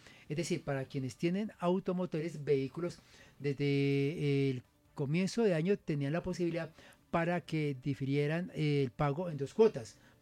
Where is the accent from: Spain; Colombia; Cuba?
Colombia; Bogotá, Bogotá Capital District; es una contribución que uno como bogotano puede realizar.